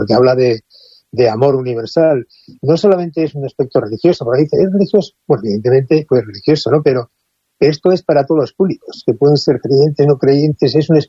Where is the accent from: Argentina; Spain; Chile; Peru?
Spain; Bilbao, Basque Country; bueno, yo soy de Bilbao y un poeta carmelita tradujo ni más ni menos que todas las obras completas de Santa Teresa